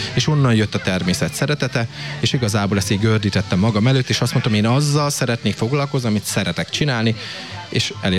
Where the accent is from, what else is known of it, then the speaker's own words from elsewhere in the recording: Kisújszállás, Jász-Nagykun-Szolnok, Hungary; moved away as an adult; now in Jászboldogháza, Hungary; kisgyerekkorban én kisúszáláson nőttem fel, tehát én itt Boldogházban szokták mondani, hogy gyütment vagyok, már 16 éve itt élek.